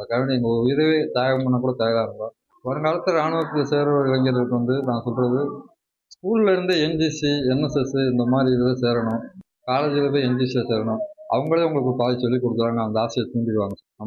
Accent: Kamayagoundanpatti, Tamil Nadu, India

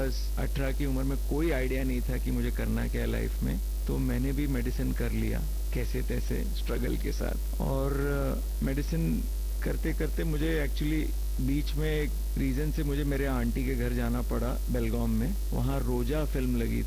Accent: Mumbai, Maharashtra, India; नहीं, मैं बम्बई का ही हूँ, यहाँ की पैदाइश है

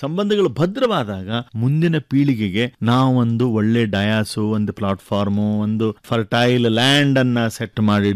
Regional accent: Hubballi, Karnataka, India; ಊರಿಗೆ ಹುಬ್ಬಳ್ಳಿಗೆ

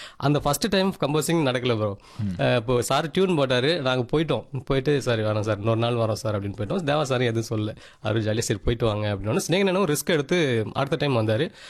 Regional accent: Coimbatore, Tamil Nadu, India; நான் கோயம்புத்தூர் சார் அப்படின்னு சொல்லி சொல்லியிருந்தேன்.

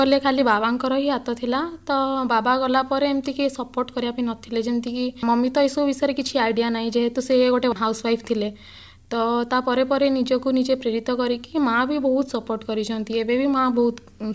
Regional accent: Rourkela, Odisha, India; ମୁଁ steel city ରାଉରକେଲାର, ମୁଁ ଗୋଟେ ଇଣ୍ଟରନ୍ୟାସନାଲ ମେଡାଲିଷ୍ଟ କରାଟେରେ।

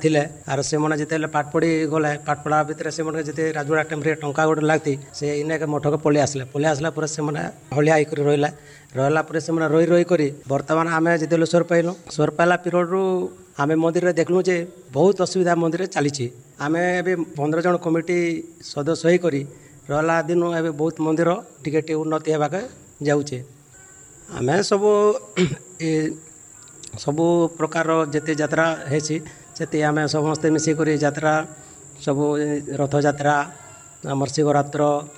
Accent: Budhipadar, Odisha, India; ମୋର ଗାଁ ହେଉଛି ବୁଢ଼ୀପଦର ମଠପଡ଼ା।

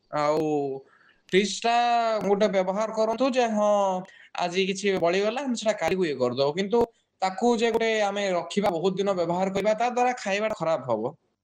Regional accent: Mayurbhanj, Odisha, India; ମୁଁ ମୟୂରଭଞ୍ଜର ବାସିନ୍ଦା, ବର୍ତ୍ତମାନ ମୁଁ ଆସାମ ବିଶ୍ୱବିଦ୍ୟାଳୟରେ ଶିକ୍ଷା ବିଭାଗ ଛାତ୍ର।

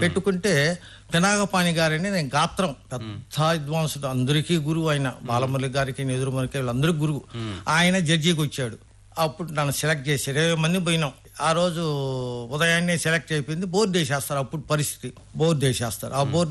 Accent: Nellurupalli Kothapalem, Andhra Pradesh, India; నాది నెల్లూరు జిల్లాలో కోట మండలం నెల్లూరుపల్లి కొత్తపాలెం సార్.

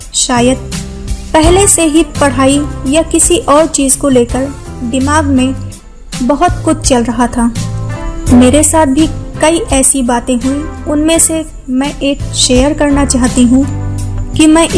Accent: Lucknow, Uttar Pradesh, India; मैं लखनऊ से हूँ।

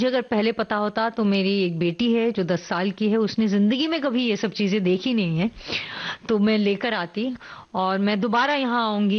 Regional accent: Pune, Maharashtra, India; born there; मैं एक्चुअली पुणे में पैदा हुई थी

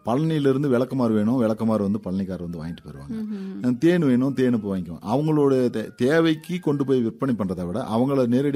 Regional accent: Tamil Nadu, India; now in Kodaikanal, India; நான் வந்து என்னுடைய சொந்த மாவட்டம் வந்து தருமபுரி மேடம். நான் வந்து இங்க கொடைக்கானலுக்கு வந்து 15 ஆண்டுகளாக வந்து கிராம நிர்வாகராக பணிபுரிந்து வருகிறேன்.

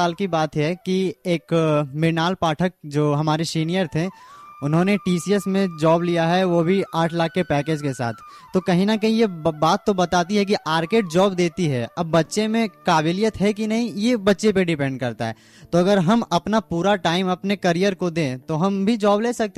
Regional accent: Lakhisarai, Bihar, India

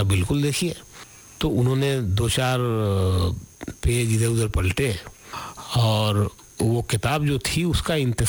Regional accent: Surat, Gujarat, India; now in Mumbai, India; तो मैं सूरत से मुंबई आ गया

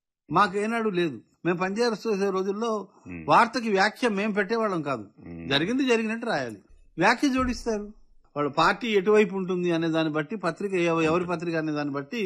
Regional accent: Berhampur, Odisha, India; moved away as an adult; also born or lived in Andhra Pradesh / Vizianagaram; now in Hyderabad, India; నేను తెలంగాణ వాడినా, 40 ఏళ్ల పై చిలుపు నేను తెలంగాణలో ఉన్నాను. పుట్టాను ఆంధ్రాలో, పెరిగింది ఒరిస్సాలో, నేను ఎక్కడ వాడినని. నేను భారతీయుడిని.

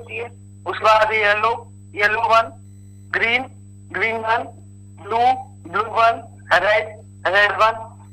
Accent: Bareilly, Uttar Pradesh, India; मैं सुभाष नगर बरेली का रहने वाला हूँ।

